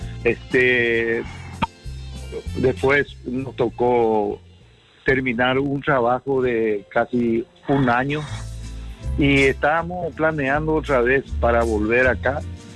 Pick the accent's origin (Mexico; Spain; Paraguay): Paraguay; moved away; Taiwán, yo hace 40 años que salí de Paraguay. Estuve por Europa, después fuimos a Taiwán, nos quedamos 3 años por ahí y volvimos, viajamos por Arabia, volvimos otra vez a Suiza, y de Suiza volvimos acá en Paraguay